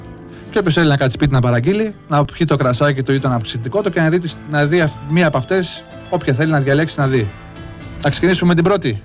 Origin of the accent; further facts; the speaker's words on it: Northern Greece, Greece; Επειδή εγώ είμαι από τη Βόρεια Ελλάδα, ξέρω πόσο καλό μας έκανε σαν Έλληνες.